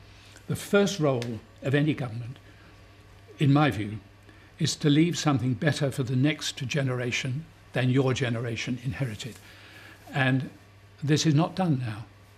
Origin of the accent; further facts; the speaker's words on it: London, United Kingdom; I grew up in the Labour area.